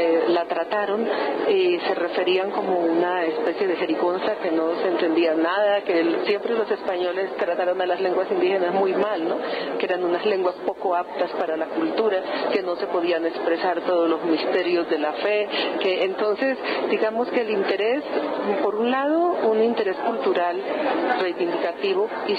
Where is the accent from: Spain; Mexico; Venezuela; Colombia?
Colombia; Boyacá; En primer lugar, yo soy boyacense, entonces los muiscas habitaron esa región de Boyacá, entonces son mis antepasados remotos.